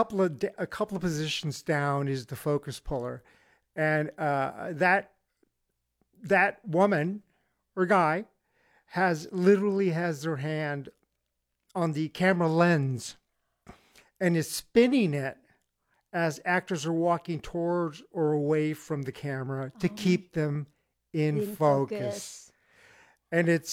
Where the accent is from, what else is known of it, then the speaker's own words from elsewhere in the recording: Laredo, Texas, United States; I grew up in Laredo.